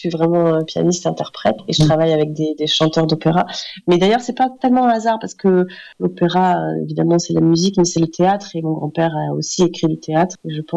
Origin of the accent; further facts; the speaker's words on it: Montpellier, Occitanie, France; moved away; je viens régulièrement, oui, parce que c'est quand même mon pays natal et j'y suis très attachée.